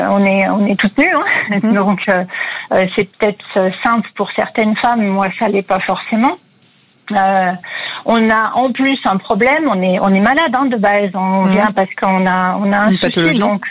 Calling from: Bourgogne-Franche-Comté, France; près de Mâcon.

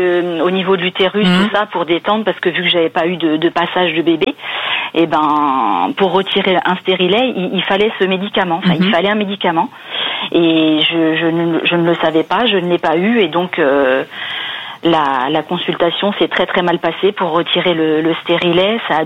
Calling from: Montargis, Centre-Val de Loire, France; Montargis.

